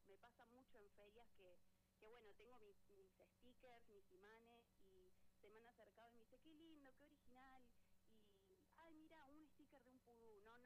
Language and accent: Spanish; Plottier, Neuquén, Argentina; nací hace 31 años en Neuquén Capital y me crié desde entonces en Plotier. Acá terminé la secundaria